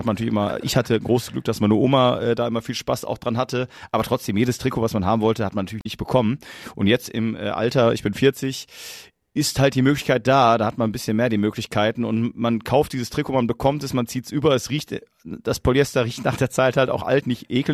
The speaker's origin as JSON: {"language": "German", "region": "North Rhine-Westphalia", "country": "Germany", "said": "also ich komme aus der Nähe von Duisburg"}